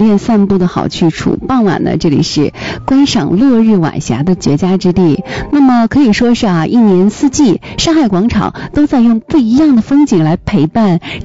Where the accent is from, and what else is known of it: Liaoning, China